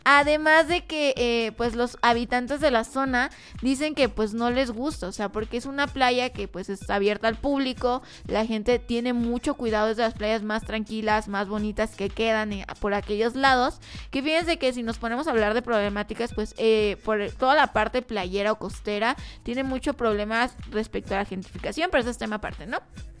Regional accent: Mexico

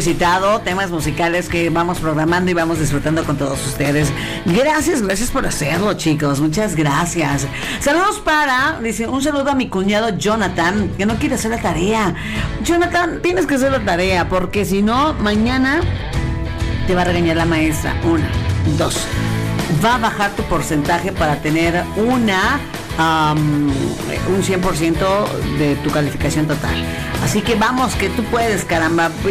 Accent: Puebla, Mexico; born there; now in Córdoba, Mexico; la hermosa ciudad de Córdoba, mi ciudad adoptiva. Así que señores, aunque les duela, porque mi ciudad donde yo nací es la ciudad de los ángeles. Puebla, por supuesto

